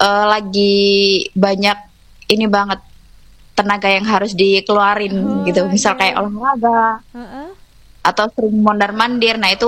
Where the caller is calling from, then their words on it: Lamongan, East Java, Indonesia; Aku asalnya dari Lamongan dan sekarang lagi ada kegiatan di luar kota, tepatnya di Jombang.